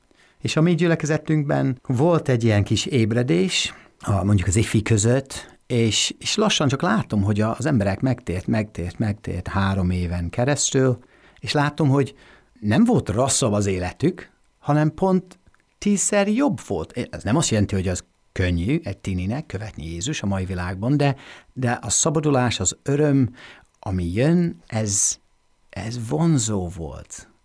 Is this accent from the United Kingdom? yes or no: yes; Warrington, North West England, United Kingdom; Hungarian is a second language; now in Hungary; Én Warringtonban születtem, és Warrington az Liverpool és Manchester között, északi Angliában, és ott jártunk a gyülekezetünkbe